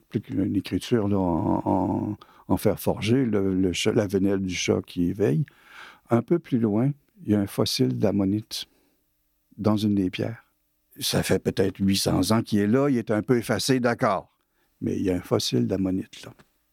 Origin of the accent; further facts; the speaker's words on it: Quebec City, Quebec, Canada; moved away as an adult; now in Caen, France; ma ville natale, Québec, que j'adore, puis dont je m'ennuie souvent